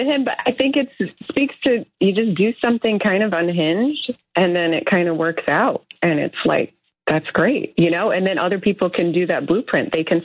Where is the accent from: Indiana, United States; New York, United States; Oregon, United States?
New York, United States